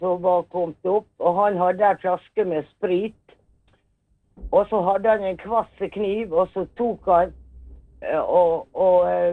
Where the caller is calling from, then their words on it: Møre og Romsdal, Norway; accent: Sunnmøre; Ja, jeg er ekte sunnmøring.